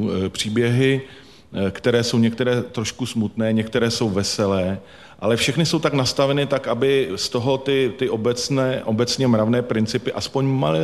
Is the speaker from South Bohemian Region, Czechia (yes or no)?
yes; České Budějovice, South Bohemian Region, Czechia; když jsem do kina Kotva u nás v Budějovicích chodil, tak jsem začal, si pamatuju, takový jako třikrát Frigo na mašině.